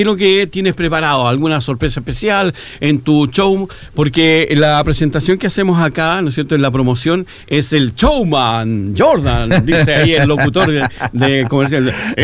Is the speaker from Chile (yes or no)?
yes; Valparaíso, Chile; para quienes somos porteños, ya hemos estado, y yo he salido de ahí